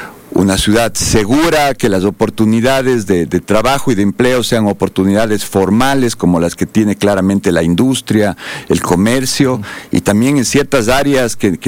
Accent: Cuenca, Azuay, Ecuador; also born or lived in Quito; nací en Cuenca, aquí en la Clínica Vega, en la calle Bolívar, viví toda. Luego he estado entre Quito y Cuenca

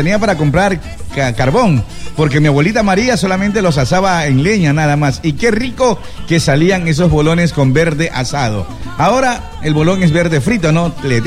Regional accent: Guayaquil, Guayas, Ecuador; yo soy guayaquileño, pues yo cuando me crié en mi escuelita, ahí no usaban el chifle. Yo me crié con el encebollado de balde.

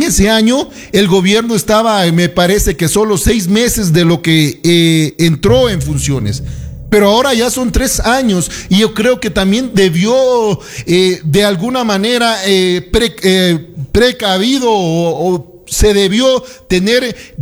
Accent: Ecuador

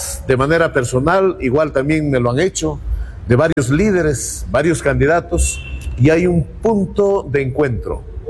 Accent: Cajamarca, Peru; ¿Qué he hecho como alcalde en mi pueblo?

